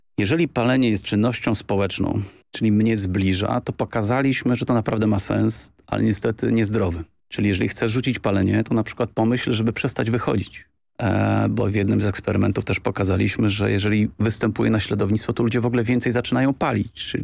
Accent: Warsaw, Masovian Voivodeship, Poland; ja też jestem z Warszawy i koniec.

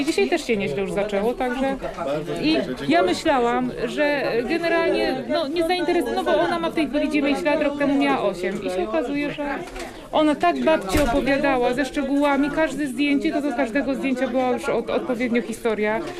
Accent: Sierpc, Masovian Voivodeship, Poland; przyjechałam z Sierpca na Mazowszu.

